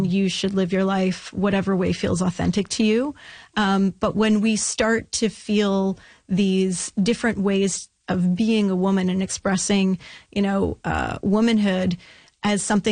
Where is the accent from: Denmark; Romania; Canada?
Canada; Ottawa, Ontario; I'm actually from Ottawa originally